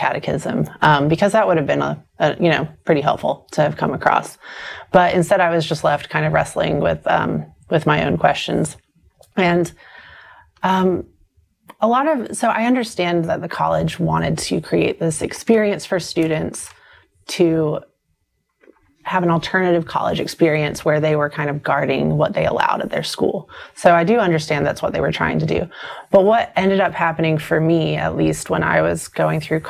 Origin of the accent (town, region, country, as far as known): the South, United States; born or raised there